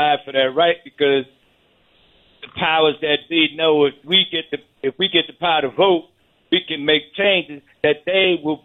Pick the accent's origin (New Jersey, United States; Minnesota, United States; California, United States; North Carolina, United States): New Jersey, United States; I'm originally from New Jersey.